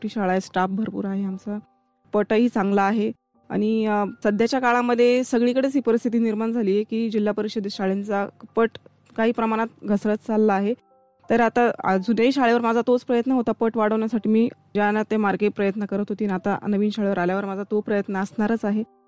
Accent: Nashik, Maharashtra, India; माझा जन्म नाशिकचाच, पूर्ण माझं बालपण नाशिकमध्येच गेलेलं आहे. आई वडील नाशिकमध्येच राहणार आहे त्यामुळे मी प्रॉपर नाशिकची.

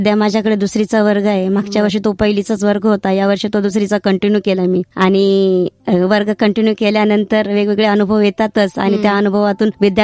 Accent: Nashik, Maharashtra, India; मी proper नाशिकचीच, Nashik मध्येच माझं बालपण गेलं. काही वर्ष जुन्या नाशिकात होते, नंतर सिडको सारख्या ठिकाणी माझं बालपण गेलं.

